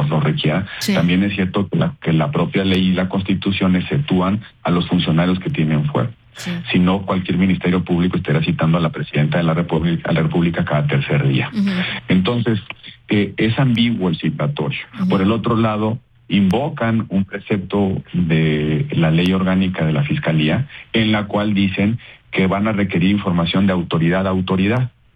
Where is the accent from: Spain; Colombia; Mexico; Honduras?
Mexico; Yo, como mexicano, te digo, ya no puedes esperar nada razonable